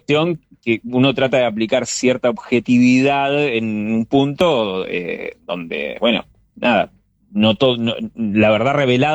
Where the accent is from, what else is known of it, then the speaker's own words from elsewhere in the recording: Buenos Aires Province, Argentina; Yo, mirá, soy del conurbano de Zona Sur y éramos muy cabeza de tacho con el tema de, viste, el rock.